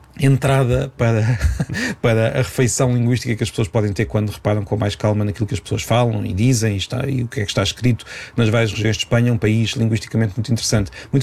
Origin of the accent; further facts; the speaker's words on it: Peniche, Centro, Portugal; fica o convite de um penicheiro para que as pessoas vão lá visitar a minha terra.